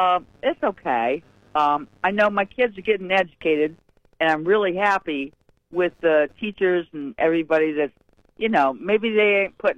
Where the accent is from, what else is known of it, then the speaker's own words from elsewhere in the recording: Ohio, United States; now in Plain Township, Stark County, Ohio, United States; I'm from Southern Ohio